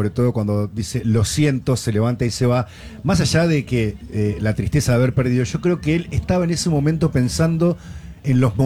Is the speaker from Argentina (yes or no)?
yes; Argentina